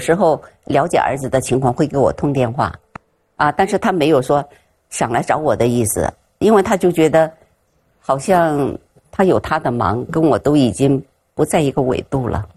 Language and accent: Chinese; Beijing, China; also born or lived in Shaoxing, Zhejiang; 因为我父母是3岁把我带到北京来。其实我的老家是浙江绍兴的